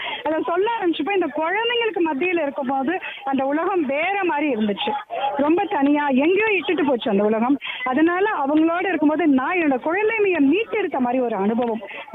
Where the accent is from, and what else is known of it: Erode, Tamil Nadu, India